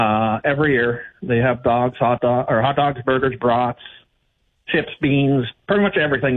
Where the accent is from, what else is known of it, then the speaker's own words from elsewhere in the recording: Grand Forks, North Dakota, United States; from Grand Forks. I am the SAL commander for Grand Forks, North Dakota, and State Sergeant of Arms.